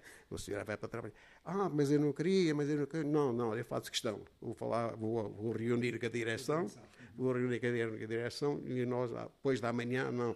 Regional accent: Covilhã, Centro, Portugal; eu já cá, eu sou da Covilhã

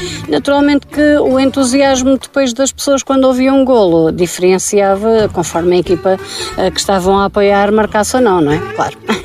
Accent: Portugal; No meu caso, no caso da minha terra, era uma carrinha da Gulbenkian, assim, alaranjada.

